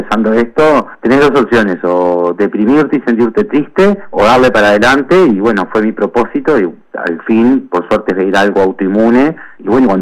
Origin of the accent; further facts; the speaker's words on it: Río Branco, Cerro Largo, Uruguay; moved away as an adult; now in Montevideo, Uruguay; Sí, soy de Río Branco, Cerro Largo, y bueno, me crié por allá, y ahora hace 10 años que estoy acá en la ciudad de Montevideo